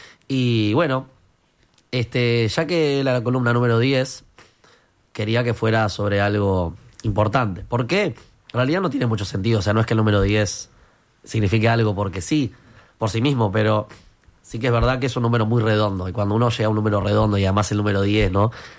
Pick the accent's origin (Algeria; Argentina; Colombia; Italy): Argentina; Y esto lo digo como argentino también